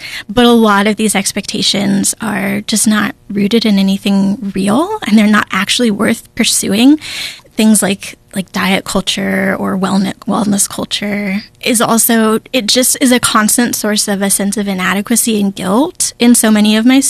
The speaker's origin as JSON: {"language": "English", "region": "Florida", "country": "United States", "tie": "born or raised there", "also_born_or_lived": "North Carolina", "moved": "as an adult", "lives_now": "Crestline, United States", "said": "living on the East Coast my whole life. I'm still growing up in Florida, which is completely flat."}